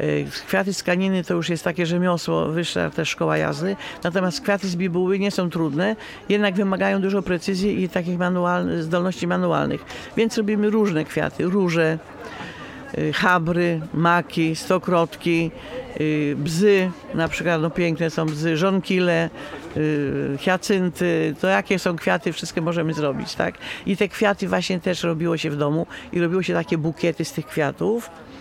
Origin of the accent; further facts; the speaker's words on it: Masovian Voivodeship, Poland; born there; now in Urzecze, Poland; Ja się czuję i powiślanką, i urzeczanką. Bo ja się tam w tym rejonie, gdzie ja się urodziłam, czyli w okolicy Maciejowic, to jest Powiśle. Tutaj już jest z tej strony jest Urzecze, więc ja mam powiedzmy i to, tak? Jestem urzeczanką, czuję się tu, bo tu mieszkam 55 lat na Urzeczu